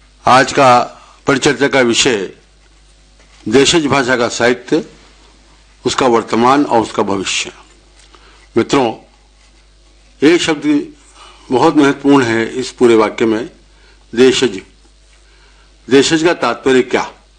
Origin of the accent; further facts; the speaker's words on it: Rajasthan, India; हम राजस्थान के निवासी हैं